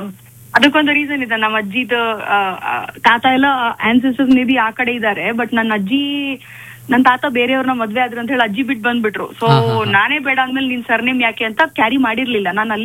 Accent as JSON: {"language": "Kannada", "town": "Bengaluru", "region": "Karnataka", "country": "India", "tie": "born or raised there", "said": "ನಮ್ ಬೆಂಗಳೂರಲ್ಲಿ ನಾನ್ ಹುಟ್ಟಿ ಬೆಳೆದಿದ್ದು ಓದಿದ್ದು ಎಲ್ಲ ಬೆಂಗಳೂರಲ್ಲೇ."}